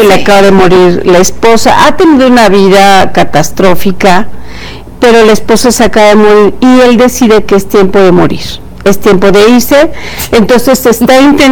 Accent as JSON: {"language": "Spanish", "country": "Mexico", "said": "esta es una familia mexicana."}